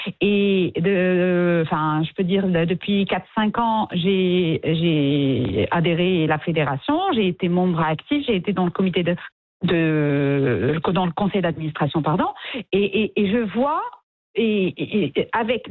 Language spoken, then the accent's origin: French; Morocco; au Maroc, alhamdoulilah, nous on ne vit pas cette discrimination entre hommes et femmes dans le domaine de l'IT.